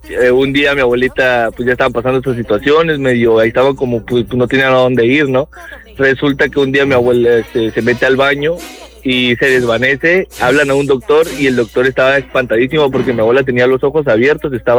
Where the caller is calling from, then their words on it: Villahermosa, Tabasco, Mexico; Desde Villahermosa, Tabasco.